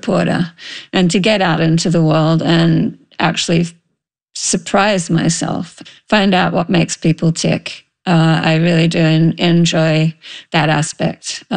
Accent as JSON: {"language": "English", "town": "Sydney", "region": "New South Wales", "country": "Australia", "tie": "born or raised there", "moved": "yes", "said": "For me, it was a kind of a golden age, really, because my hometown paper, the Sydney Morning Herald, recruited a class of cadet reporters every year."}